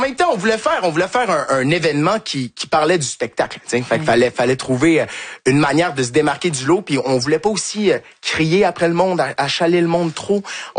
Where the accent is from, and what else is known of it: Quebec, Canada; now in France